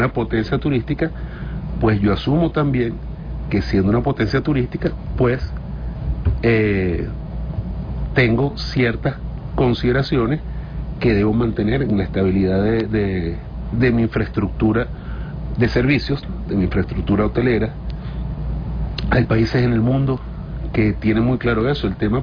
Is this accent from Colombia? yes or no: no; Venezuela; Esta es una oportunidad para sentarse como venezolanos a replantearnos en La Guaira